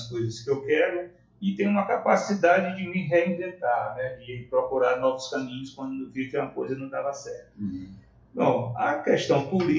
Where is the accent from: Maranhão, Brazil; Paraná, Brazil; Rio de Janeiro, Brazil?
Maranhão, Brazil; Eu estou aqui porque gosto da minha terra, amo o Maranhão, amo a minha terra